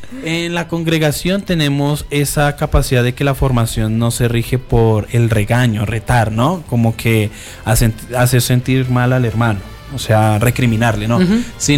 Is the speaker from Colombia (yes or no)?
yes; Colombia; moved away; nosotros, por ejemplo, cuando venimos de Colombia